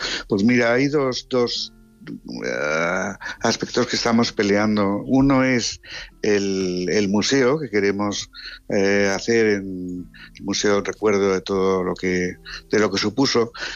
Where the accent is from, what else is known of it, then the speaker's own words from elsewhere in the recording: Madrid, Community of Madrid, Spain; born there; Pero soy también al mismo tiempo el único que es de Madrid, yo nací en Madrid.